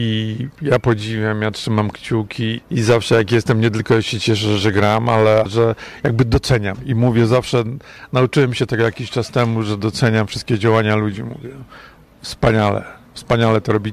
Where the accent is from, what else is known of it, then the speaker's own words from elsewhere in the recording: Tricity, Pomeranian Voivodeship, Poland; ty i ja jesteśmy z Trójmiasta